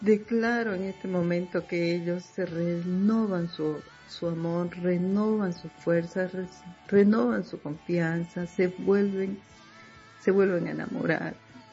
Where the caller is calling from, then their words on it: Santa Cruz de la Sierra, Santa Cruz, Bolivia; Le hablo desde Santa Cruz, Bolivia.